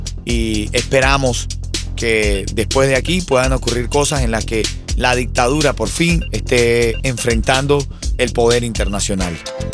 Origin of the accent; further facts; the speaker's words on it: Venezuela; En mi caso, como venezolano, quiero la libertad de Venezuela.